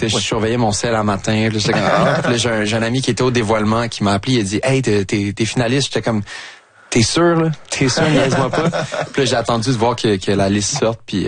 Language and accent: French; Longueuil, Quebec, Canada; Moi, j'ai grandi dans le Vieux-Longueuil